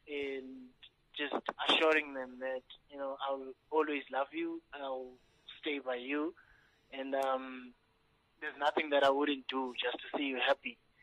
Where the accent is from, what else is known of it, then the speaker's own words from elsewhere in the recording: Sigisigi, Eastern Cape, South Africa; by the way, I'm from the Sigisigi, a small town in Eastern Cape.